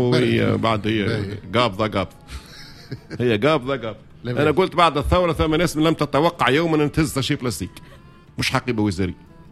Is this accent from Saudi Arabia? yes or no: no; Tunisia; كي حكيت معاه ما تتصورش حاجة واحدة انه قداش فرح اللي انا تونسي